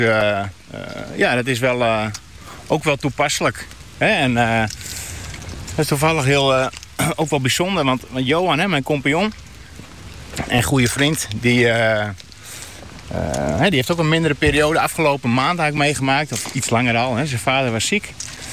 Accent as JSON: {"language": "Dutch", "town": "Sneek", "region": "Friesland", "country": "Netherlands", "tie": "born or raised there", "also_born_or_lived": "IJsbrechtum", "said": "Kijk, ik kom uit Sneek. En ik ben geboren in Iesbrechtum en op mijn 7e naar Sneek verhuisd. Maar Iesbrechtum, dat is eigenlijk Sneek."}